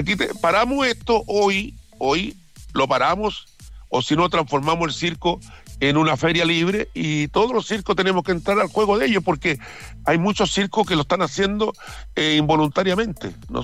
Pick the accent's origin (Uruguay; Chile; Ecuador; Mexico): Chile; en Chile la gente somos muy chilenos, en la gran verdad.